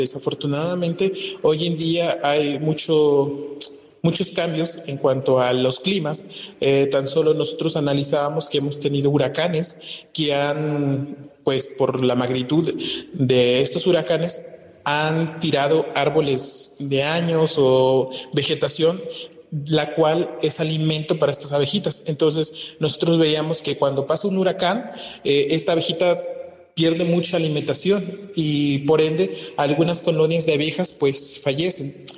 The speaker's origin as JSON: {"language": "Spanish", "town": "Cuetzalan del Progreso", "region": "Puebla", "country": "Mexico", "tie": "born or raised there"}